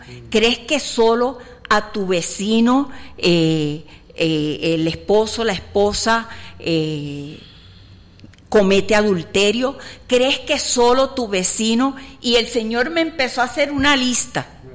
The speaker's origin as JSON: {"language": "Spanish", "country": "Puerto Rico", "tie": "born or raised there", "moved": "as an adult", "lives_now": "Costa Rica", "said": "Los puertorriqueños somos estadounidenses también"}